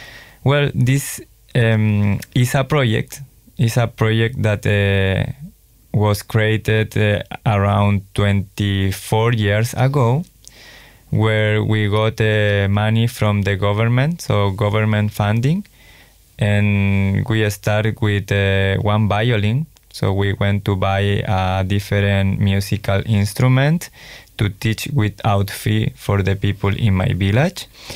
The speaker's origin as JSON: {"language": "English", "country": "Chile", "also_born_or_lived": "Germany", "second_language": "English", "moved": "as an adult", "lives_now": "Melbourne, Australia", "said": "I am from Chile. I am from Chile, and I left Chile around 8 years. So I went for first time to Germany to live there around 4.5 years."}